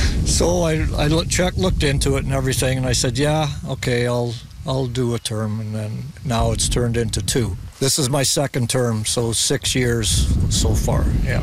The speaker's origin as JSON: {"language": "English", "town": "Balgonie", "region": "Saskatchewan", "country": "Canada", "tie": "born or raised there", "moved": "as an adult", "lives_now": "Regina Beach, Canada", "said": "I'm originally from Balgoni. I grew up there and my wife and I raised our family there"}